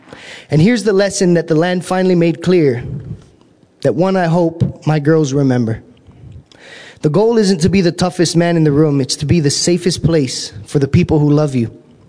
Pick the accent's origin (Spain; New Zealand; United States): United States; Paauilo, Hawaii; moved away as an adult; also born or lived in Los Angeles; I am from the Hamakua side of the Big Island, Pa'owilo. I'm born and raised out there on that side of the island. I grew up on a cattle ranch.